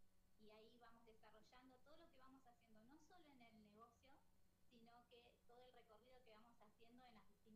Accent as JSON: {"language": "Spanish", "town": "Zapala", "region": "Neuquén", "country": "Argentina", "said": "de Zapala, Prana es mi emprendimiento gastronómico."}